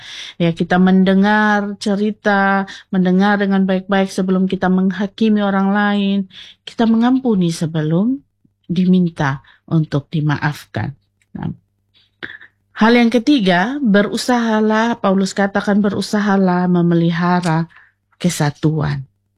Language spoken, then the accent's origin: Indonesian; Sumba, East Nusa Tenggara, Indonesia; kita orang Sumba dikenal dengan ramah dan terbuka.